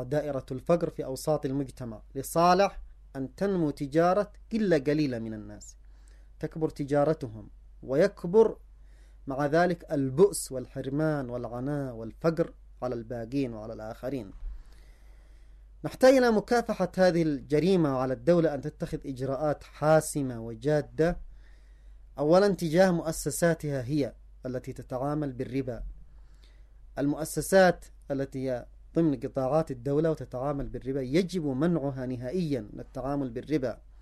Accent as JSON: {"language": "Arabic", "country": "Yemen", "said": "الجانب الآخر في أن نعي كيف نعمل بواقعنا نحن كشعب يمني"}